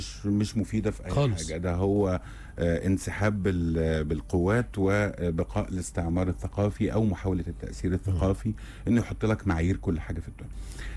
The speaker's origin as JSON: {"language": "Arabic", "country": "Egypt", "said": "إن احنا مصريين"}